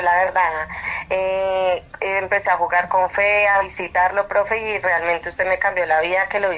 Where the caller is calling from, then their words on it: Choachí, Cundinamarca, Colombia; acá de Choachi, Cundinamarca